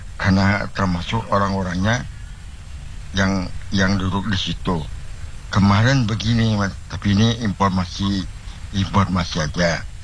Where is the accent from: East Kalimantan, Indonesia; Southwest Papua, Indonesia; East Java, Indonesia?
East Kalimantan, Indonesia; Palaran; Kebetulan kami orang Palaran ya kan.